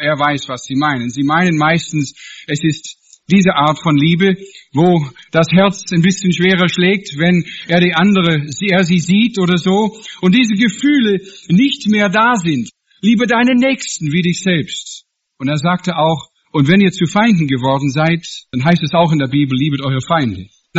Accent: Washington, United States; Ich komme ja aus dem Wilden Westen in den Vereinigten Staaten, von einem Indianerreservat. Meine Eltern wohnen noch heute auf einem Indianerreservat in dem Bundesstaat Washington.

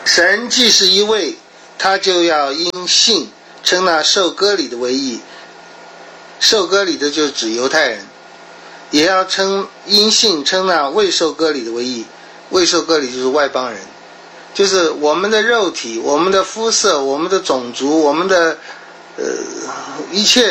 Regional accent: China

